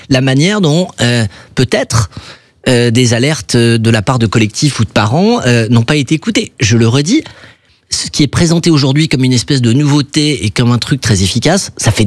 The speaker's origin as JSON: {"language": "French", "country": "France"}